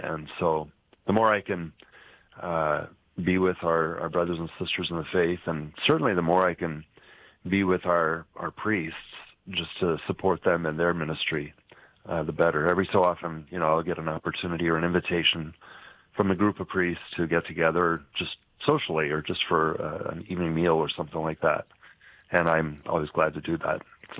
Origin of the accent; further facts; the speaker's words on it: Omaha, Nebraska, United States; I grew up in Omaha, so I didn't have that much interaction with him